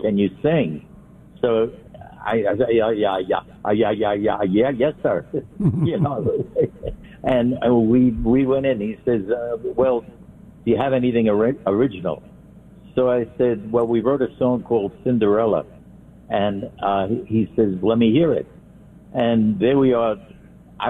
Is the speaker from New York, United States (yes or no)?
yes; Brooklyn, New York, United States; First of all, you know I grew up in Brooklyn.